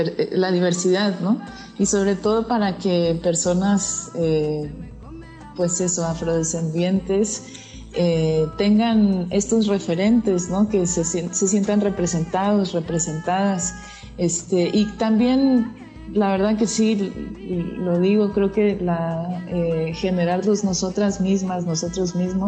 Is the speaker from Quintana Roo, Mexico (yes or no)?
no; Tamaulipas, Mexico; now in Chiapas, Mexico; yo no crecí en una comunidad negra, yo crecí en Tamaulipas